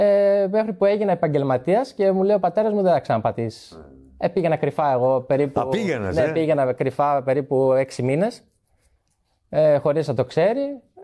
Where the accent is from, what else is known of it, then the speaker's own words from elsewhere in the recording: Trikala Imathias, Central Macedonia, Greece; Τρίκαλε Μαθείας.